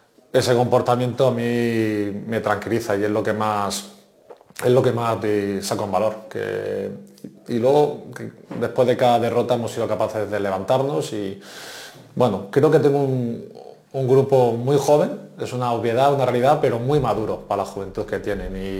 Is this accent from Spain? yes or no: yes; Almería, Andalusia, Spain; soy de Almería